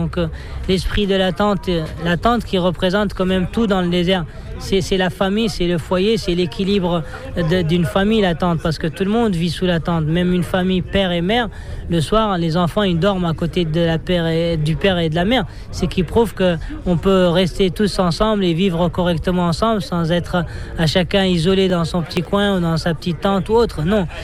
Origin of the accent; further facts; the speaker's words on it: Zouérat, Tiris Zemmour, Mauritania; French is a second language; Alors moi j'ai grandi, je suis né dans la ville de nos jours, qui est une ville au nord du pays Zouérat, là où il y a la mine, l'exploitation du minerai de fer. Et donc je suis né dans la ville, j'ai grandi à l'école dans la ville